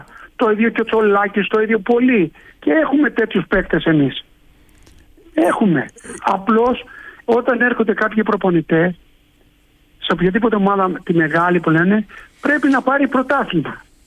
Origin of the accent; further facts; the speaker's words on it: Lavrio, Attica, Greece; also born or lived in Nea Ionia; Μεγάλωσα στο Λαύριο.